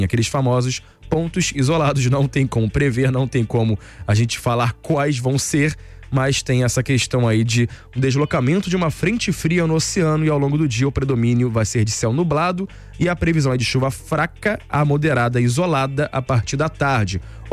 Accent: Nilópolis, Rio de Janeiro, Brazil; lá na minha terrinha em Nilópolis.

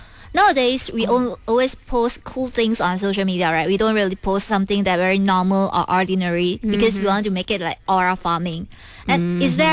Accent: Malaysia; Yeah, and also, I think as a Malaysian, the abbreviation will be quite hard for us to decode because it can be a Malay and it can be an English abbreviation.

